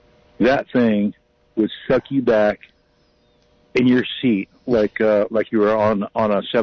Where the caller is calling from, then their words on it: Scotts Valley, California, United States; from Scotts Valley.